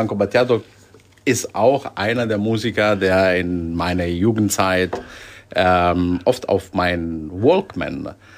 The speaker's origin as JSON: {"language": "German", "region": "Sicily", "country": "Italy", "tie": "born or raised there", "also_born_or_lived": "Germany", "said": "er wollte ganz gerne, dass ich und meine Geschwister oder meine Geschwister und ich auf Sizilien aufwachsen, damit wir das mitbekommen. Und deswegen sind wir da hingezogen."}